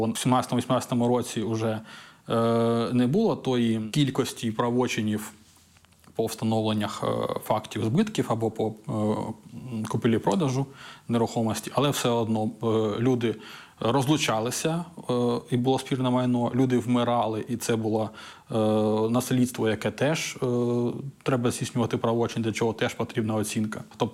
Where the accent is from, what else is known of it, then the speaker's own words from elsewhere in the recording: Donetsk Oblast, Ukraine; Ну, дивіться, я сам з Донецької області. Нас теж ця історія, скажімо так, стосується. Я не міг повертатися на територію Донецької області